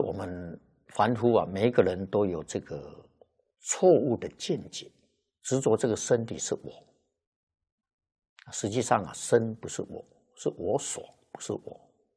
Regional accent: China; 那么这个劫浊就是我们中国人常讲的。

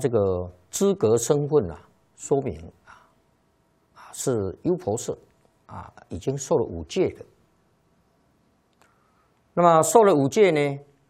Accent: China; 一般讲啊，农历啊，我们中国人讲农历

